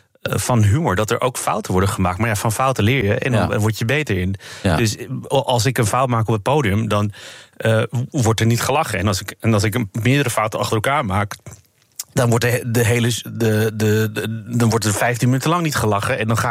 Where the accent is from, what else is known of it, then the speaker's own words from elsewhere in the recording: Amsterdam, North Holland, Netherlands; Ja, ik ben in deze buurt opgegroeid, want waar dit wordt opgenomen in Amsterdam-Oost. En daar, dat was altijd heel erg divers.